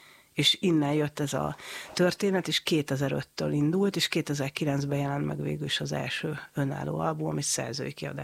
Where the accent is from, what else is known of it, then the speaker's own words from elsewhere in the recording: Borsod-Abaúj-Zemplén, Hungary; mivel hogy én Borsod megyei vagyok